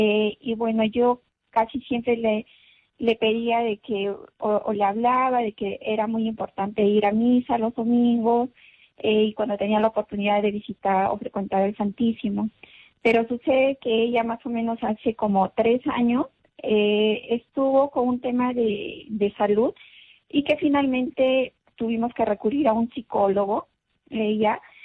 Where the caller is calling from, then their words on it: Abancay, Apurímac, Peru; le llamo desde Apurímac. Padre, mi consulta era... Sí, padre, desde Abancay.